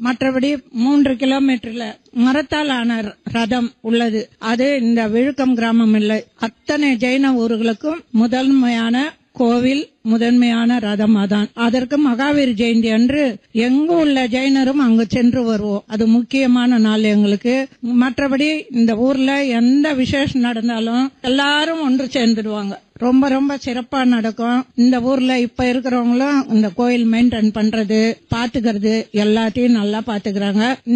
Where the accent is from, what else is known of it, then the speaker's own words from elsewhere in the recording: Peramandur, Tamil Nadu, India; எனது சொந்த ஊர் திண்டிவனம் வட்டம் பெரமண்டூர் கிராமம். அங்கு நான் பிறந்த ஊரில் ஆதிநாதர் பகவான் தான்.